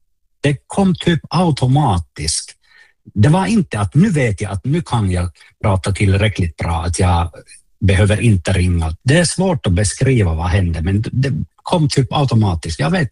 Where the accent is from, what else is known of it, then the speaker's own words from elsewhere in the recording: Oulu, North Ostrobothnia, Finland; Swedish is a second language; jag är från Uleåborg. Som ni hör, jag kan inte prata svenska ordentligt, men jag håller på att lära mig.